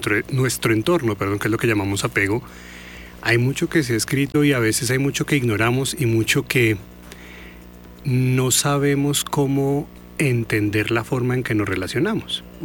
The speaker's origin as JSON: {"language": "Spanish", "town": "Manizales", "region": "Caldas", "country": "Colombia", "said": "yo que soy de Manizales"}